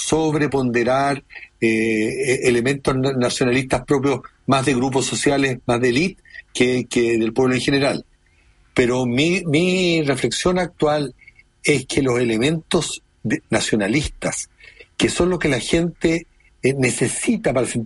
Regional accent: Chile

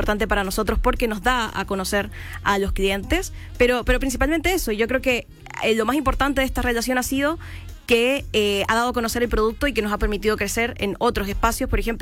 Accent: Chile

